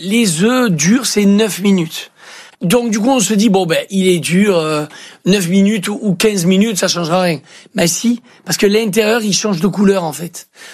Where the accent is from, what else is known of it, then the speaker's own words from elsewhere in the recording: Switzerland; moi, vous savez, moi je suis suisse.